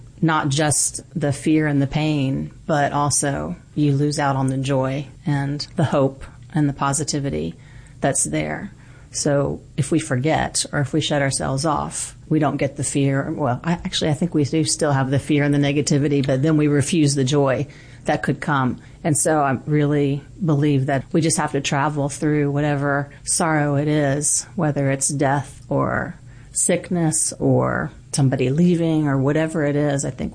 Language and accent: English; Florida, United States; I'm originally from Florida, so there's a lot of ocean.